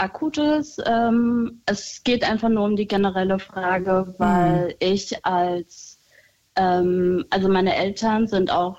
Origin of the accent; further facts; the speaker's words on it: Germany; born there; Und ja, dann wurde ich geboren in Deutschland.